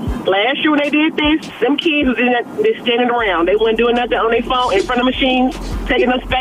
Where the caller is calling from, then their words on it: Memphis, Tennessee, United States; I'm just going to say I'm calling from Memphis, Tennessee.